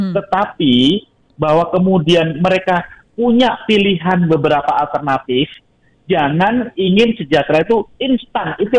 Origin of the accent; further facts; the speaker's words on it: Boyolali, Central Java, Indonesia; Saya orang Boyolali